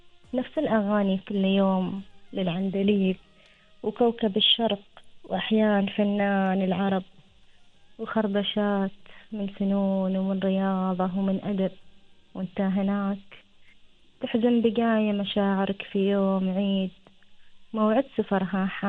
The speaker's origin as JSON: {"language": "Arabic", "country": "Oman", "said": "احنا كعمانيين عاداتنا تقريبا متشابهة"}